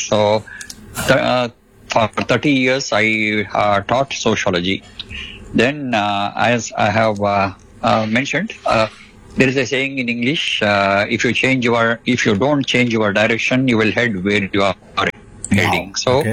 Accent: Bangalore, Karnataka, India; first language Telugu; Hindi is a second language; मैं बैंगलोर से हूँ। I was born and brought up in Bangalore and I M A Karnataka by birth, even though मेरा mother tongue Telugu है।

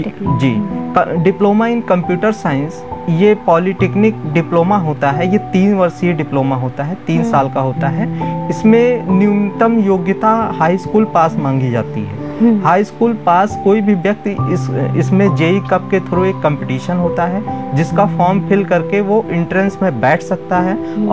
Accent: Gonda, Uttar Pradesh, India; मैं आवास विकास कॉलोनी गोंडा उत्तर प्रदेश से बिलोंग करता हूँ, मतलब यहीं का ही रहने वाला हूँ, मेनली गोंडा का ही।

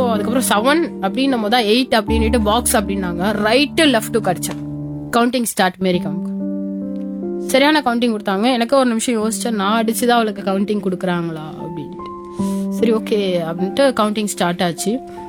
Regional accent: India; நானும் ஒரு national champion, நானும் ஒரு இந்தியன் பிளேயர்

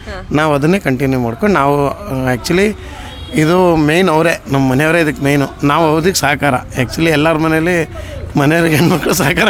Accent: Shivamogga, Karnataka, India; Shivamogga.

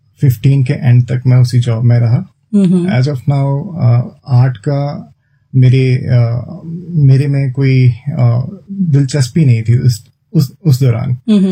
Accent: Katora, Himachal Pradesh, India; जी मैं नगरोटा सूर्या के समीप एक कटोरा गांव है वहाँ का रहने वाला हूँ। और जो मेरी शुरुआती दौर पे जो शिक्षा है, ट्वेल्थ क्लास जो मैंने कही थी वो कांगड़ा में जीवी स्कूल है वहां से मैंने की।

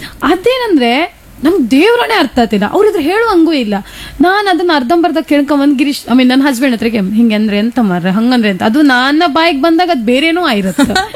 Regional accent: Mangalore, Karnataka, India; moved away as an adult; now in Kundapura, India; ನಾವು ಮಂಗಳೂರಿನವರು ಬಿಡಿಸಿ ಮಾತಾಡ್ತೇವೆ

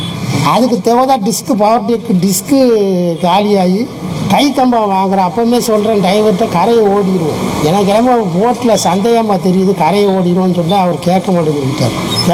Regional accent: Chennai, Tamil Nadu, India; also born or lived in Pamban; நான் பிறந்தது பாம்பன் தான், ஆனால் வளர்ந்தது ஃபுல்லாக சென்னை. சென்னையில் வளர்ந்தேன்.

